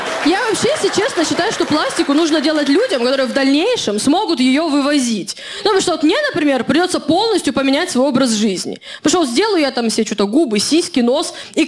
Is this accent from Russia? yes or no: yes; Khabarovsk, Khabarovsk Krai, Russia; Ну, потому что я из Хабаровска, у меня там уже был вот этот чувак